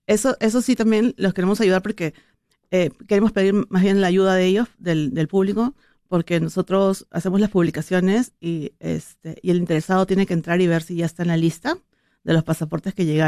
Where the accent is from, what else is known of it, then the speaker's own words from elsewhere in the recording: Peru; moved away as an adult; nosotros que somos peruanos, las montañas nos encantan.